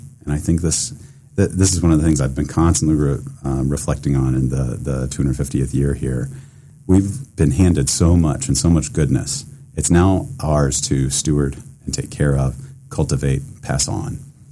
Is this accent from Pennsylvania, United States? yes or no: no; Kentucky, United States; now in Washington, United States; so I'm originally from Kentucky. I'm Western Kentucky, born and bred, and then came to Washington and been kind of in and out of Washington ever since then.